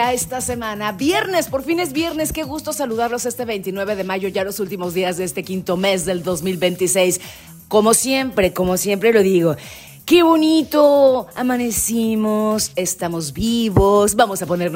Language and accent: Spanish; Mexico